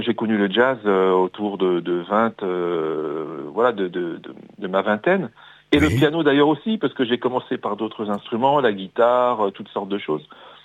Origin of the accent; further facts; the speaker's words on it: Grand Est, France; Ah oui, moi j'habite tout près de Metz, j'ai toujours vécu dans la région. Mmh. Voilà, je suis un vrai Lorrain naissance.